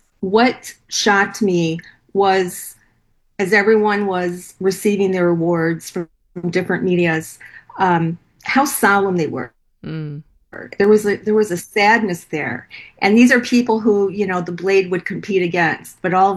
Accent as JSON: {"language": "English", "town": "Toledo", "region": "Ohio", "country": "United States", "tie": "born or raised there", "said": "I was so happy to come back to my hometown to be able to report."}